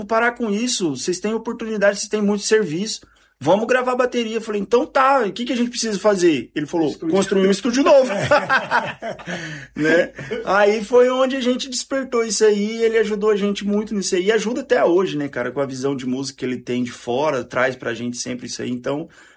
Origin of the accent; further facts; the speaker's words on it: Jaraguari, Mato Grosso do Sul, Brazil; Sou de Jaraguari também